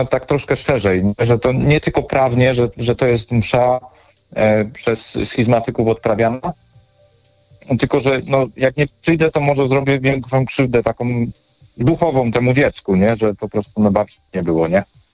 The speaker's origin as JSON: {"language": "Polish", "town": "Kraków", "region": "Lesser Poland", "country": "Poland", "said": "U nas w Krakowie"}